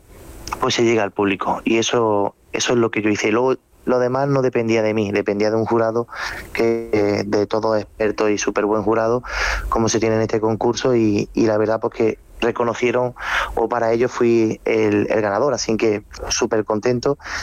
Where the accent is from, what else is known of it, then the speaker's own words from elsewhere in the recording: Córdoba, Andalusia, Spain; Pues mira, vengo de Córdoba, soy de una familia muy reconocida dentro del flamenco en Córdoba, como es